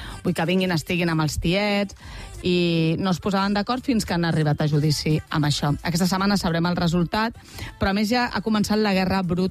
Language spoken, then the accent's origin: Catalan; Catalonia, Spain; Com som els catalans